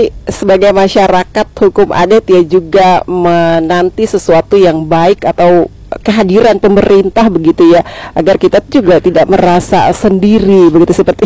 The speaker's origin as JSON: {"language": "Indonesian", "region": "Maluku", "country": "Indonesia", "said": "kita sebagai orang Maluku sendiri"}